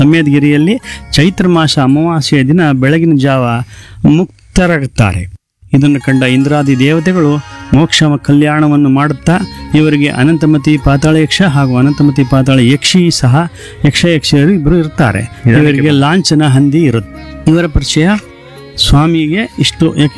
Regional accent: Saragur, Karnataka, India; ಸರಗೂರಿನವರೇ ಆದಂಥ … ನಾನು ಪರಿಚಯನ ಮಾಡ್ಕೊಂಡೆ.

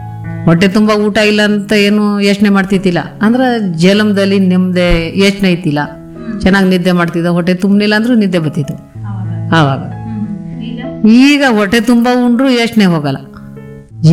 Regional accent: Siddapura, Karnataka, India; Siddapura ಪುಟ್ಟಿವೈ.

